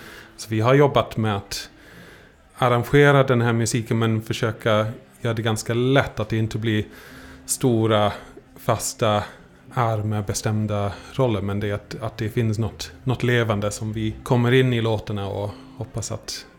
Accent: England, United Kingdom; now in Sweden; Jag kommer från England och hamnat i Sverige och spelar svensk och norsk folkmusik och jobbar som folkmusikarkivarie.

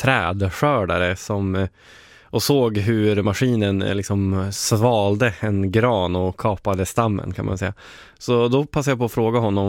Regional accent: Umeå, Västerbotten County, Sweden; born there; moved away; nästan upp till Umeå där jag är född.

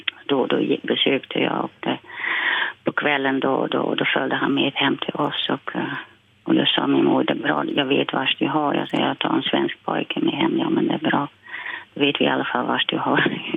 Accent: Silvolde, Gelderland, Netherlands; Swedish is a second language; now in Sweden; Där de bodde och jag var från Silvolde så att jag hade en vän, en tremänning med mig

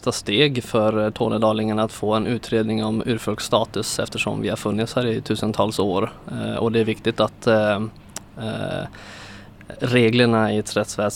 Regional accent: Umeå, Västerbotten County, Sweden; now in Gothenburg, Sweden; Jag som är född och uppvuxen i Umeå, men har tillbringat väldigt mycket tid i min släkt, hos min släkt i Tornedalen, har ju som ett perspektiv att vara från båda världarna hela min liksom, uppväxt.

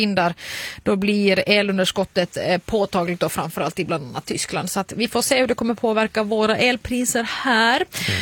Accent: Finland; Det mörkare som den finländare jag är.

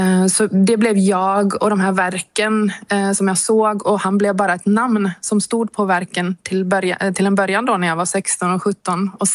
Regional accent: Borås, Västra Götaland County, Sweden; jag är född och uppvuxen i Borås och jag är sverigefinsk

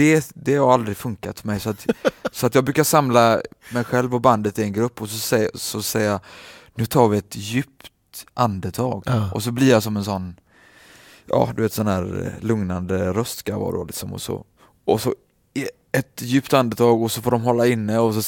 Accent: Gothenburg, Västra Götaland County, Sweden; born there; Jag är född i Annedal.

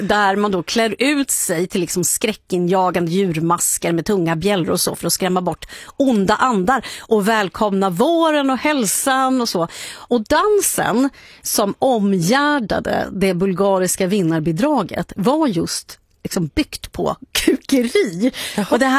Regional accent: Sweden

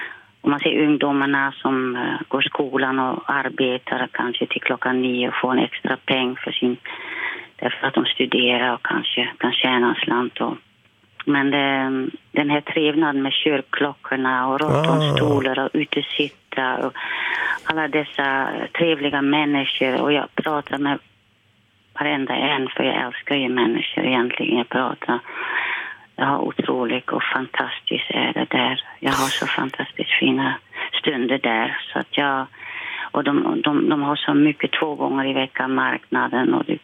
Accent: Silvolde, Gelderland, Netherlands; Swedish is a second language

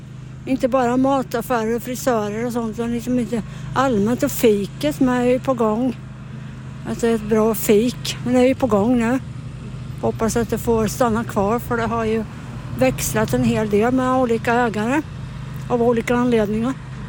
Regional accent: Gothenburg, Västra Götaland County, Sweden; moved away; Jag kom ju från Göteborg från början, men jag har inte orkat flytta tillbaka dit heller.

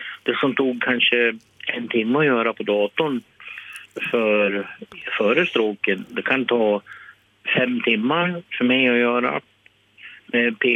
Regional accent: Vilhelmina, Västerbotten County, Sweden; Jag är västerbottning. Jag kommer från Vilhelmina.

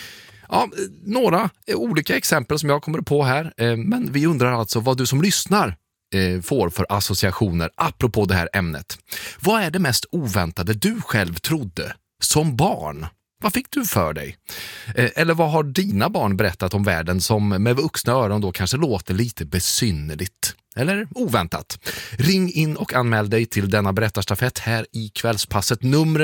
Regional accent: Munkfors, Värmland, Sweden; Det fanns ju inga i Munkfors där jag växte upp. Det var en stor höjdpunkt, man åkte in till Karlstad.

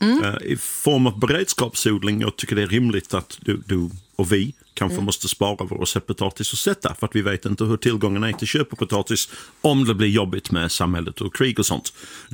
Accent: England, United Kingdom; Swedish is a second language; now in Sweden; han var ändå en hjälte för mig när jag var liten i England och kollade på skidåkning på lördag eftermiddag.

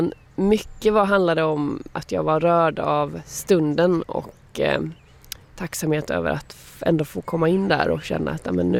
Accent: Sweden; vara hemma i Sverige

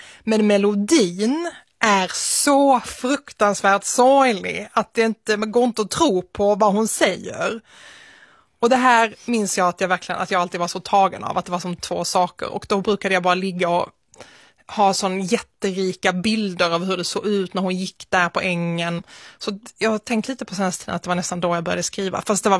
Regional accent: Malmö, Skåne, Sweden; also born or lived in Nötesjö; Och sen så flyttade jag in till Malmö när jag var 5 år gammal ungefär. Men mina första år i livet växte jag upp där ute.

